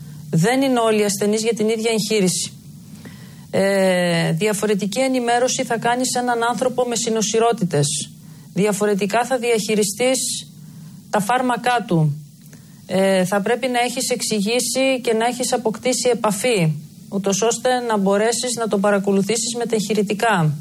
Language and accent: Greek; Thessaloniki, Central Macedonia, Greece; also born or lived in Rhodes / Kosovo / Alexandroupoli; Γεννήθηκα στη Θεσσαλονίκη το 1984.